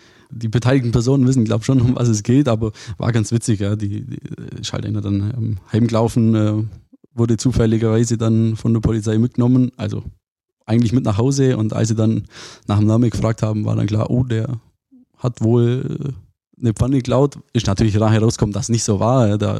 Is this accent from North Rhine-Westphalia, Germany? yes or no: no; Memmingen, Bavaria, Germany; born there; Ja, ich bin gebürtig aus Bayern, also Memmingen geboren. Von dem her, ich bezeichne mich immer so ein bisschen als Exil-Württemberger, wohne auch direkt an der Grenze.